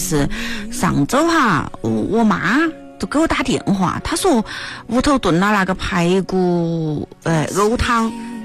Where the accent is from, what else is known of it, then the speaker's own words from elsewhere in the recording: China; 它真的是我们中国人的那个命根子。